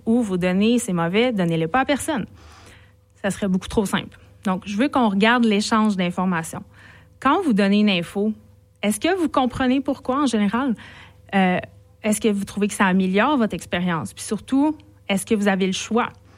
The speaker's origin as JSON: {"language": "French", "town": "Lévis", "region": "Quebec", "country": "Canada", "moved": "yes", "said": "Je viens de Lévis, je vous en ai parlé la dernière fois."}